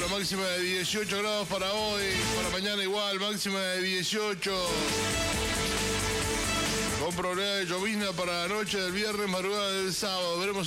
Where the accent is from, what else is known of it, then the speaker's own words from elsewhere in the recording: Argentina; somos los argentinos